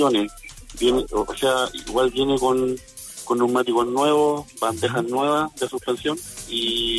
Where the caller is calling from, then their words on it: Chañaral, Atacama, Chile; Me llamo de Chañaral.